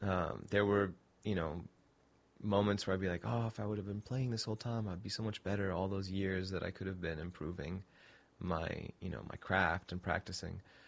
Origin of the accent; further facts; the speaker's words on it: Saudi Arabia; I grew up with them in Saudi Arabia and came up, learned music, playing with them and hanging out.